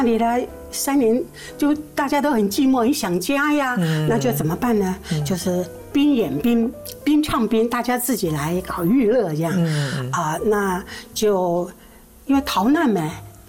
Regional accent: Taiwan; 我是台湾土生土长的，有很多人呢、啊，很多观众朋友啊，都以为我是大陆过来的。其实因为听我这个口音吧

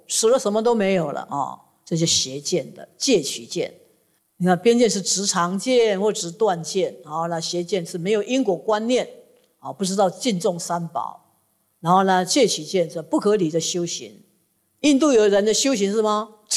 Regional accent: Taiwan

